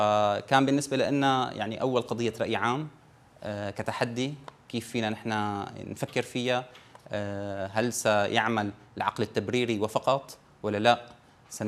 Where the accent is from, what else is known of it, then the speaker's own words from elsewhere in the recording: Syria; العزاء لنا كسوريين جميعا